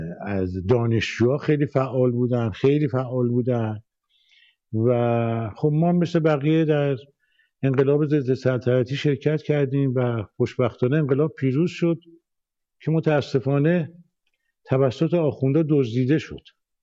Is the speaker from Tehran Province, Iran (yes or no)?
yes; Tehran, Tehran Province, Iran; born there; من در تهران به دنیا آمدم و در یه خانواده مذهبی و متوسط، بعد وارد دانشگاه تهران شدم